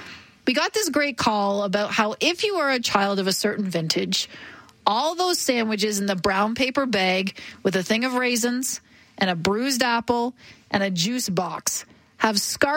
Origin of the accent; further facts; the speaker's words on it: Ontario, Canada; now in Calgary, Canada; I'm from Ontario